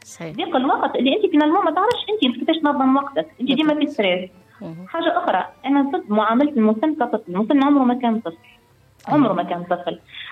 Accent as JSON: {"language": "Arabic", "region": "Bizerte Governorate", "country": "Tunisia", "said": "عندنا في بنزرت"}